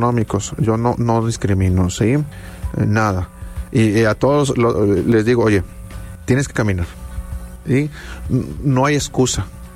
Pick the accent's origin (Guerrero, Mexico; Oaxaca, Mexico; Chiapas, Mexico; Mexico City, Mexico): Mexico City, Mexico; moved away; yo soy de la Ciudad de México, allá el tráfico está un poquito más pesado.